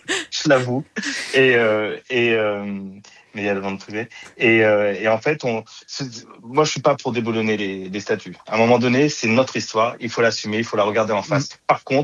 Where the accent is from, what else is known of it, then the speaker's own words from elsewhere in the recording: Île-de-France, France; born there; je suis né en Hexagone, je suis né en Essonne